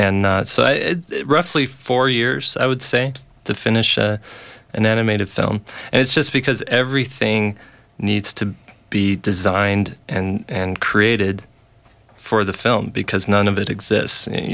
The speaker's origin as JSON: {"language": "English", "region": "Arizona", "country": "United States", "tie": "born or raised there", "said": "I grew up in Arizona."}